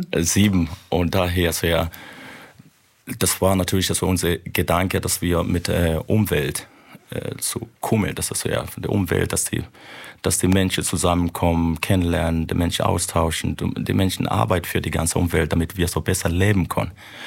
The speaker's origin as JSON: {"language": "German", "town": "Chemnitz", "region": "Saxony", "country": "Germany", "said": "Wir kommen aus Chemnitz, Karl-Marx-Stadt."}